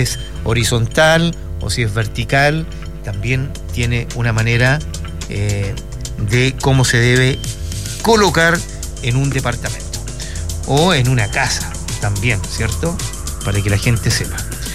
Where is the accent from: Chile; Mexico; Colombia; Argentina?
Chile; La bandera representa mucho para quienes somos chilenos, bueno, y amantes de nuestra patria.